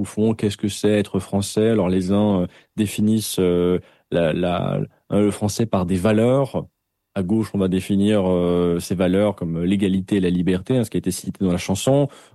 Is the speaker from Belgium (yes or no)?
yes; Belgium